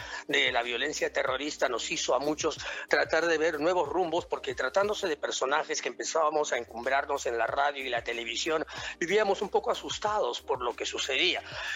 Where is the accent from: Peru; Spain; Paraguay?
Peru; No, me parece una ridiculez, porque nosotros somos peruanos inicialmente.